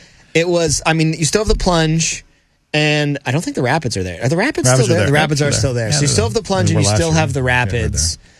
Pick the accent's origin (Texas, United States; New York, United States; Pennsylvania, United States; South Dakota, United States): Pennsylvania, United States; Mount Lebanon; in the South Hills and growing up in Mount Lebanon